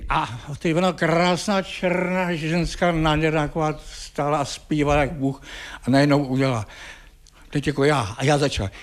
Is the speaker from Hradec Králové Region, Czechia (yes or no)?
no; Plzeň, Plzeň Region, Czechia; já jsem původně Plzeňák.